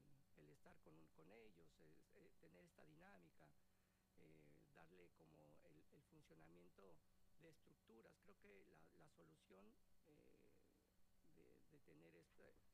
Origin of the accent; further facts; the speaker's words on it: Mexico; soy mexicano.